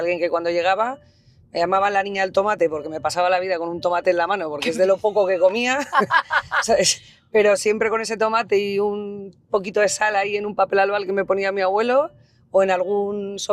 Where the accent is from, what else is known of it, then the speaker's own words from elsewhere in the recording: Madrid, Community of Madrid, Spain; moved away as an adult; also born or lived in Riaño / Valdoré; now in León, Spain; yo he vivido toda la vida en Madrid, desde el día uno de mi vida hasta, bueno, miento, en alguna ocasión, en algunos años estuve fuera de España, pero yo en Riaño no he vivido nunca, ni en Valdoré.